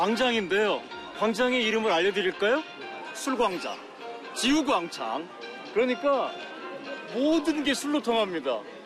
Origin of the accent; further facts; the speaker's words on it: South Korea; 예, 한국에서 온 … 기념으로 준다는 뜻이고요.